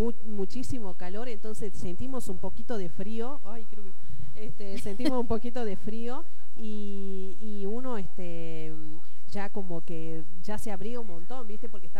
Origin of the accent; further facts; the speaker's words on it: La Esperanza, Jujuy, Argentina; yo soy de La Esperanza, sí.